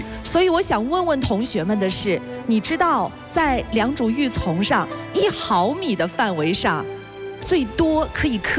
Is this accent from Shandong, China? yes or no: yes; Shandong, China; now in Zhejiang, China; 但我是山东人，今天真高兴回家了。